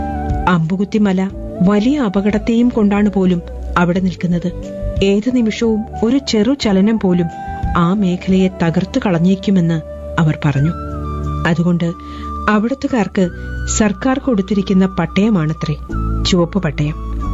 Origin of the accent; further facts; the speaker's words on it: Idukki, Kerala, India; ഞാനൊരു ഇടുക്കിക്കാരിയാണെന്ന്